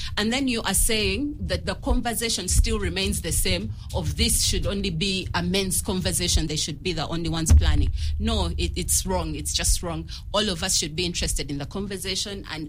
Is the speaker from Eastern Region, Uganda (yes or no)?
yes; Eastern Region, Uganda; I come from Busoga